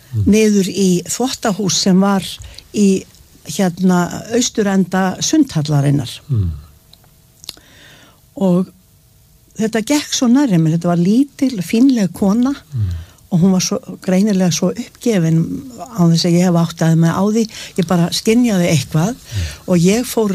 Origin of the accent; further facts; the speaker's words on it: Capital Region, Iceland; ég alinn upp á Berðþórugötunni sem var eiginlega fátækra hverfi